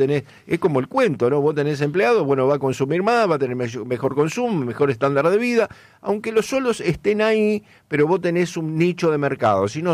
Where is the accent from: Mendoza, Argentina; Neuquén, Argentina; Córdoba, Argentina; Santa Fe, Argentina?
Santa Fe, Argentina; Me parece que ahí está el juego que tenemos que tener como santafesino y como empresario.